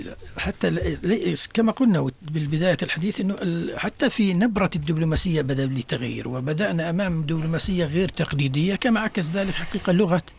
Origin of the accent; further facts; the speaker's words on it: Jordan; وبالتالي هو هنا يكون الاعتماد على الذات بالنسبة لنا كأردنيين